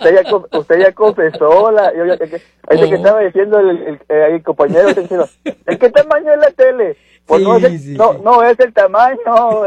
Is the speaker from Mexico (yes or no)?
yes; Mexico; Para todos los que somos mexicanos